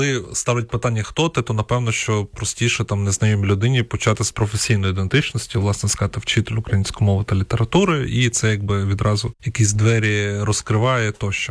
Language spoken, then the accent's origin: Ukrainian; Luhansk Oblast, Ukraine; first language ru; Ukrainian is a second language; now in Kyiv, Ukraine; Я народився, виріс на Луганщині просто, і моя перша мова – це російська мова, якою я спілкувався.